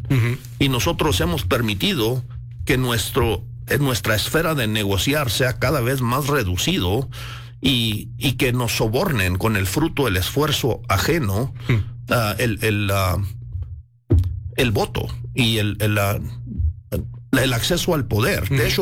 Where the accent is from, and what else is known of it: Chihuahua, Mexico; born there